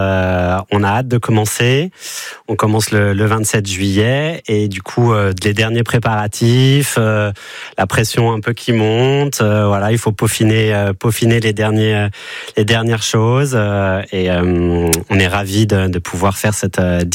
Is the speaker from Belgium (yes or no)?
no; Orléans, Centre-Val de Loire, France; Moi, j'ai grandi à Orléans